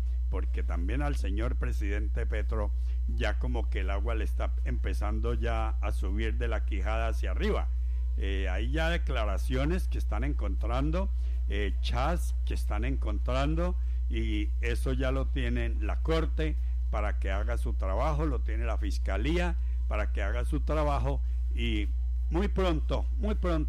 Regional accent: Colombia; nunca me representó como colombiano.

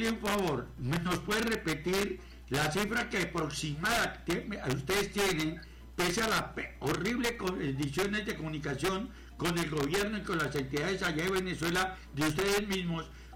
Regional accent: Colombia; now in Villavicencio, Colombia; nosotros como colombianos

